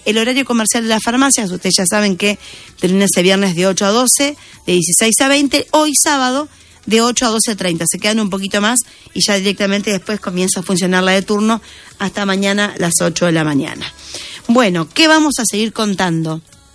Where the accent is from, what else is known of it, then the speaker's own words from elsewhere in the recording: Argentina; viste cómo somos los argentinos.